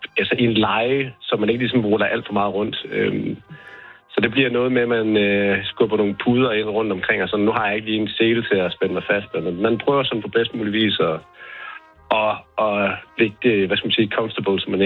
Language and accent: Danish; Fredericia, Region of Southern Denmark, Denmark; jeg kommer fra Fredericia-området af.